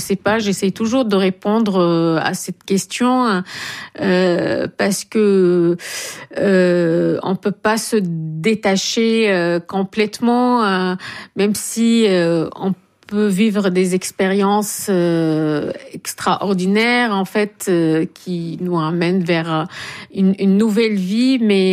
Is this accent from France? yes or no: no; Syria; moved away as an adult; la nostalgie que je ressens pour mon pays maintenant, j'ai pas encore osé rentrer là-bas